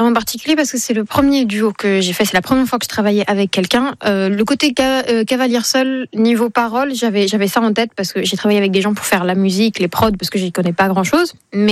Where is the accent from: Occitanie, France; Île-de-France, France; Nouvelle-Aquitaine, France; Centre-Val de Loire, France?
Île-de-France, France; Paris; born there; Et j'ai le droit parce que je suis née à Paris